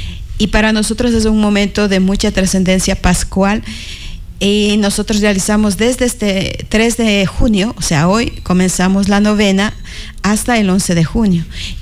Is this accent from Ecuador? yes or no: yes; Pujilí, Cotopaxi, Ecuador; Sí, yo soy de Cotopaxi, del cantón Pujilí.